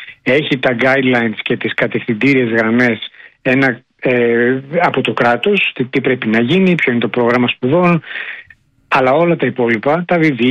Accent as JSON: {"language": "Greek", "country": "Greece"}